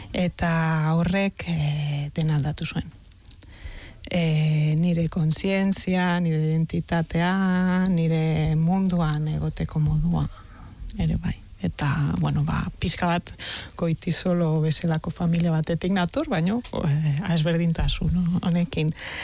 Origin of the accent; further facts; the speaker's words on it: Barcelona, Catalonia, Spain; Basque is a second language; Nik ere nire gaztelaniaz hitz egiten zuen familia batetik nator. Bartzelonakoa naiz.